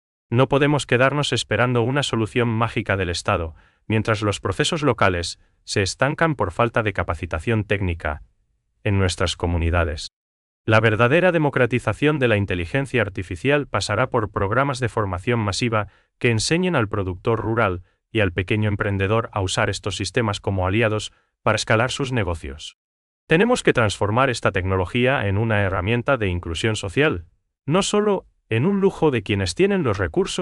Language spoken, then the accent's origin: Spanish; Paraguay; ese sentido común que nosotros, como paraguayos, valoramos tanto en el trato diario